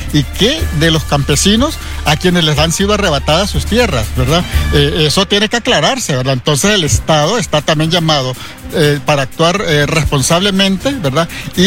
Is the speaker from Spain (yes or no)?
no; Honduras; Entonces, pedimos como población hondureña que haya verdaderamente justicia, ¿verdad?